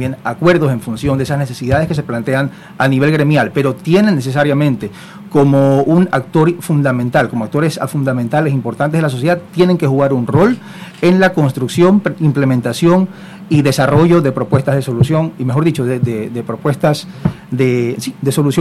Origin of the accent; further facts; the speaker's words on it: Guayaquil, Guayas, Ecuador; Bueno, pienso que me uno a la percepción de la mayoría de guayaquileños.